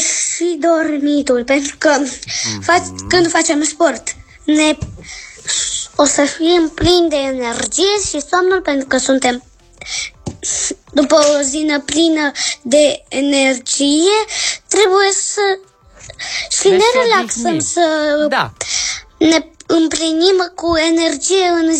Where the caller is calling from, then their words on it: Ploiești, Prahova, Romania; din Ploiești.